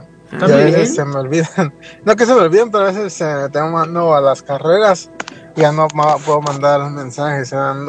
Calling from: Las Vegas, Nevada, United States; Hola Gina, Nacho, soy yo … de Las Vegas de nuevo.

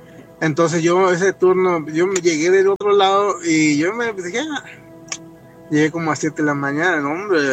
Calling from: Las Vegas, Nevada, United States; also born or lived in Tijuana; Estoy en mi trabajo y estoy escuchando … de Las Vegas.

